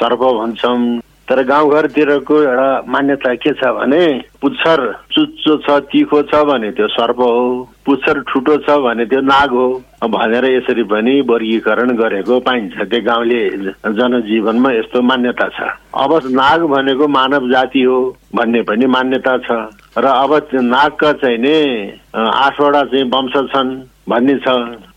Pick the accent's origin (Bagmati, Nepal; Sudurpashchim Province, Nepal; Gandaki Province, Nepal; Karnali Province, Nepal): Gandaki Province, Nepal; Yangjakot; मेरो गाउँ कास्की मादी गाउँपालिकाको वडा नम्बर 3 याङ्जोकोट हो